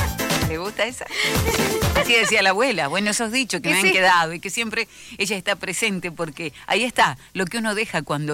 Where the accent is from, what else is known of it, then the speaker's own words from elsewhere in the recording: Argentina; somos argentinos todos los días